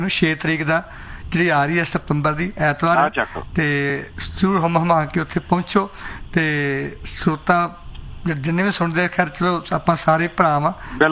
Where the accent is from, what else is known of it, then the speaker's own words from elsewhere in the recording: Amritsar, Punjab, India; ਕਿਉਂਕਿ ਮੈਂ ਅੰਮ੍ਰਿਤਸਰ ਤੋਂ, ਲਾਹੌਰ ਸਾਡੇ ਸੋਹਣਾ ਚੱਲਦਾ ਸੀ